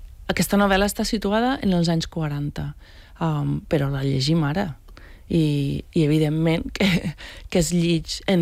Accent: Valencian Community, Spain; jo vinc del País Valencià fa any i mig.

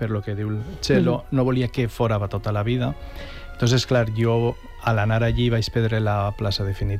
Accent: Borriana, Valencian Community, Spain

